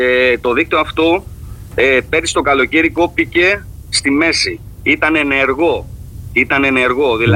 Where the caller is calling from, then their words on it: Kypseli, Greece; στην κοινότητα Κυψέλης, στο χωριό μου.